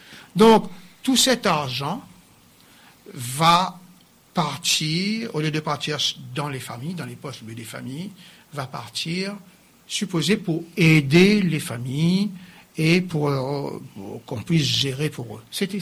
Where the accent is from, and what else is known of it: Réunion